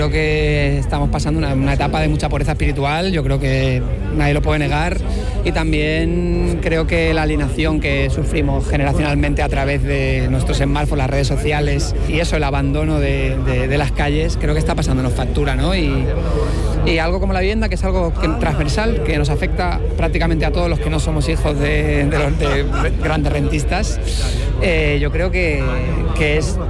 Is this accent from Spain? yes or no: yes; Rivas-Vaciamadrid, Community of Madrid, Spain; Claro, yo soy de Rivas hace 40 años era un descampado.